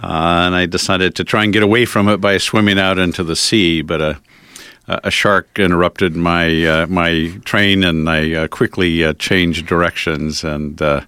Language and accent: English; California, United States; Unbeknownst to the naive world I grew up in California, the war was expanding in Vietnam